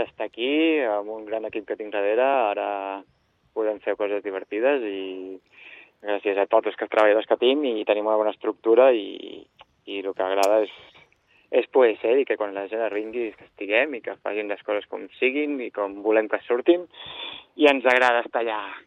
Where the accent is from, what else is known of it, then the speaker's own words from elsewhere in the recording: Sitges, Catalonia, Spain; molt content d'aquesta proposta que marxant del meu poble de Sitges i anant a Ribes.